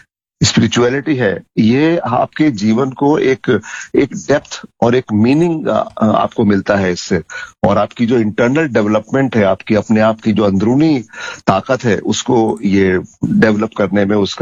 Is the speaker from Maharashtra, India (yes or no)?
yes; Pune, Maharashtra, India; मैं दर्शकों को बता दूं, सुनने वालों को बता दूं कि मैं पूना से हूं और मैं एक मैकेनिकल इंजीनियर हूं